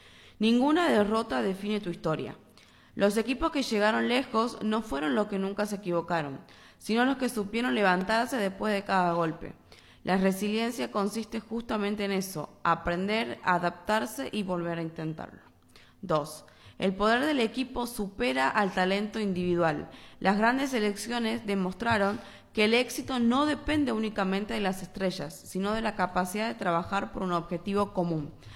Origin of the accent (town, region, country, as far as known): Argentina